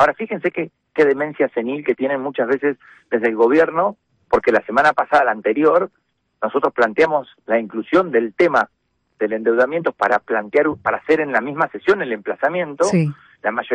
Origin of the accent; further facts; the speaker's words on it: Argentina; ¿Que somos estúpidos los argentinos?